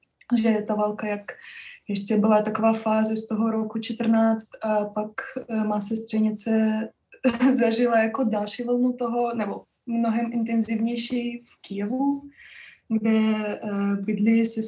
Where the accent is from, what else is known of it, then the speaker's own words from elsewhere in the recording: Moscow, Russia; Czech is a second language; now in Prague, Czechia; já můžu říct, že jsem ruská, jsem z Moskvy, ale například můj táta pochází z Doněcku